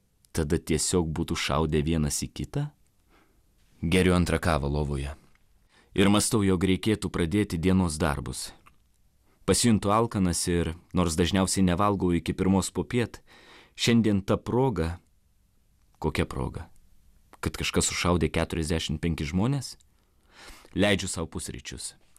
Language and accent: Lithuanian; Vilnius, Vilnius County, Lithuania; now in United States; Kai augau Vilniuje per visą vaikystę